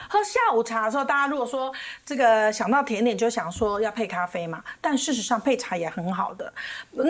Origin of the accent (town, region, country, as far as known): Taiwan